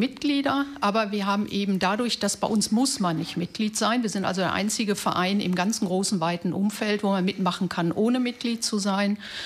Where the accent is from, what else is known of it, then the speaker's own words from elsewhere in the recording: North Rhine-Westphalia, Germany; also born or lived in Kiel; now in Travemünde, Germany; ursprünglich aus NRW komme, seit einigen Jahren in Travemünde lebe, weil ich immer wieder ans Meer wollte